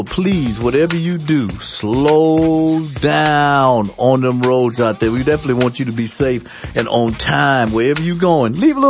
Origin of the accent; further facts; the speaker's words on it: Jacksonville, United States; moved away; my hometown of Jacksonville